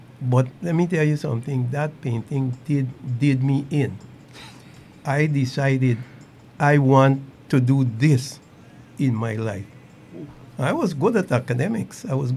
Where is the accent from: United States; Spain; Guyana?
Guyana; New Amsterdam, East Berbice-Corentyne; I was born in New Amsterdam. I was born in New Amsterdam. I'm a Kanji man from Kanji.